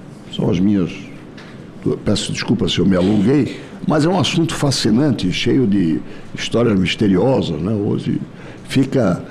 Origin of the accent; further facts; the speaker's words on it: South Region, Brazil; eu sou do sul do Brasil.